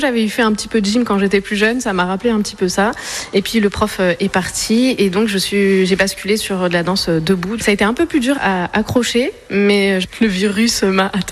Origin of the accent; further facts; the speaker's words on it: Fréjus, Provence-Alpes-Côte d'Azur, France; moved away as an adult; Je suis une petite varoise. Je viens de Fréjus parce que mon papa était dans la marine. Je suis restée jusqu'à 25 ans